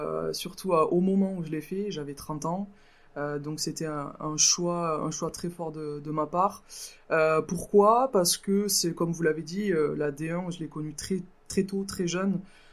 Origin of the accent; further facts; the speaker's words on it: Le Bousquet-d'Orbe, Occitanie, France; il y avait un club au Bousquet d'Orbe, parce que je suis originaire du Bousquet d'Orbe